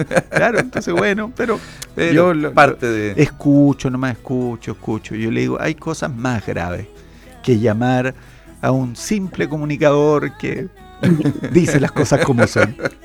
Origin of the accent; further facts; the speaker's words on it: Biobío, Chile; moved away; Yo te digo que vengo de la región del Biobío, donde era muy común.